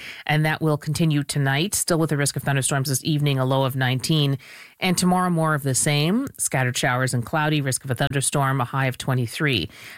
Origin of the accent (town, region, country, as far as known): India; now in Montreal, Canada